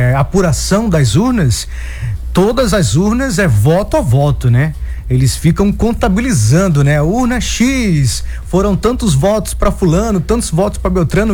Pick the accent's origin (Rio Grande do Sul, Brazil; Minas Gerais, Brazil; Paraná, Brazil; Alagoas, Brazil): Alagoas, Brazil; São José da Laje; Eu falo lá em Alagoas, sou de Alagoas.